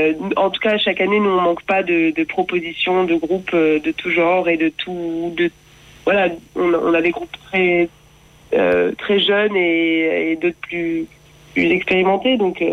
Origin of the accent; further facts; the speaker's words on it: Occitanie, France; Nous on est du Gard.